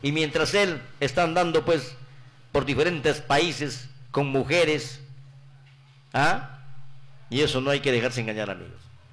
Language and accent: Spanish; Peru